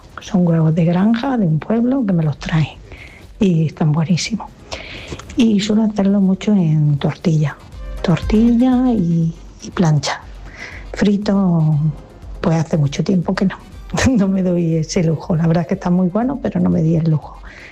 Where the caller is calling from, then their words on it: Almería, Andalusia, Spain; llamo desde Almería.